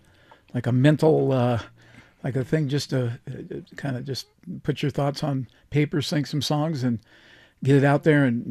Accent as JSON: {"language": "English", "town": "Long Beach", "region": "California", "country": "United States", "tie": "born or raised there", "moved": "yes", "lives_now": "Colorado, United States", "said": "I grew up in Long Beach."}